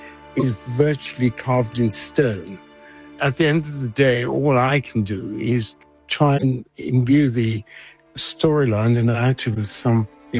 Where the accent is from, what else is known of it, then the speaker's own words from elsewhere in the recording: Cape Town, Western Cape, South Africa; also born or lived in London; I was born in Cape Town in District 6. Then I got a scholarship to the Royal Academy of Music in London.